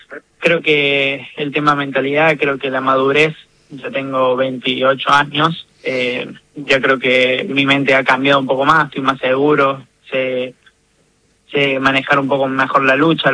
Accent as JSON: {"language": "Spanish", "region": "Córdoba", "country": "Argentina", "said": "Yo soy de Estación Ferreira, que es una cuadrita que está al lado de Barrio Ituzaingó, pero mi barrio es solamente una cuadra."}